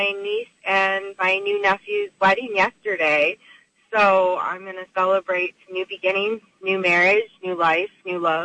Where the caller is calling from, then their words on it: Kalamazoo, Michigan, United States; I'm calling from Kalamazoo.